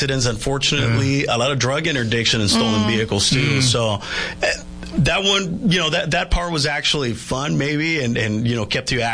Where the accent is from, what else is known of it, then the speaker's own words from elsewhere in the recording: San Luis, Arizona, United States; I am from the area. Like I said, I was born in Yuma. I grew up in between Yuma and San Luis.